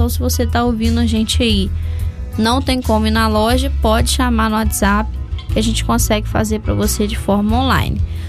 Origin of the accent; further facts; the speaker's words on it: Boa Ventura, Brazil; moved away; minha terra natal, Boa Ventura.